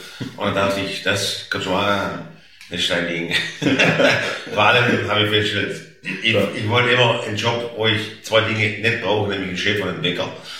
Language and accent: German; Stuttgart, Baden-Württemberg, Germany; accent: Swabian